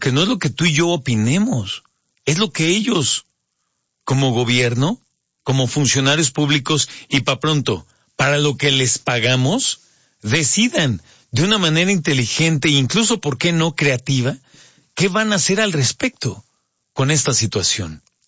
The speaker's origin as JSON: {"language": "Spanish", "country": "Mexico", "said": "sobre todo como mexicanos"}